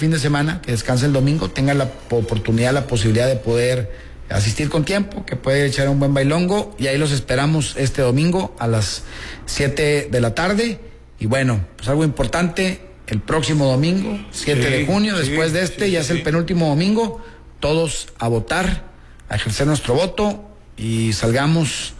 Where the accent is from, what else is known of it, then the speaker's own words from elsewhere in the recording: Mexico; Todos somos ciudadanos mexicanos y necesitamos homologarlo.